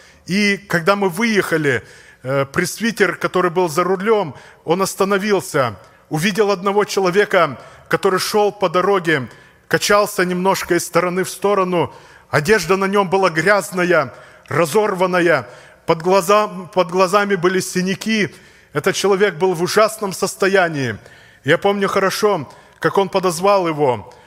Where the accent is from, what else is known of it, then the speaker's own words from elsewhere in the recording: Tashkent Region, Uzbekistan; Я родился в Узбекистане, недалеко от Ташкента.